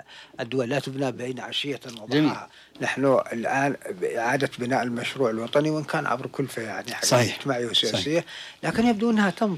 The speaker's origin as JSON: {"language": "Arabic", "country": "Yemen"}